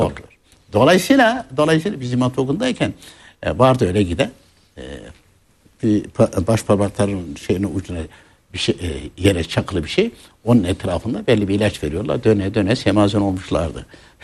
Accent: Konya, Turkey; Ya bir bakıyorsun ki ben de Konyalıyım.

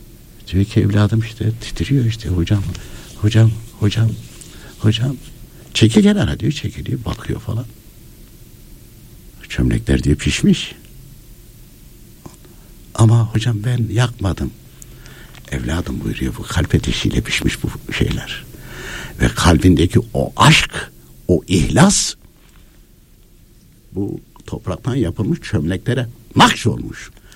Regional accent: Konya, Turkey; Şimdi ben Konyalıyım.

